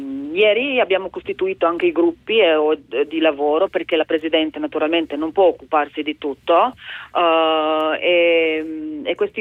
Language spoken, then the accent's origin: Italian; Lucija, Slovenia; Per me personalmente, che sono di Santa Lucia.